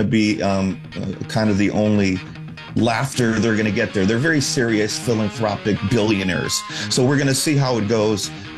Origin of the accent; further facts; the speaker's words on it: Arizona, United States; I grew up in Arizona.